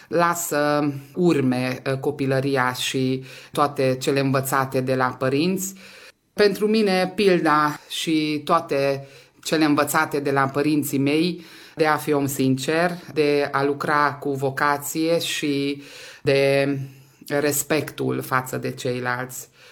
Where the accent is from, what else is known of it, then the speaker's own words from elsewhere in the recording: Hungary; ne definește pe noi ca români din Ungaria.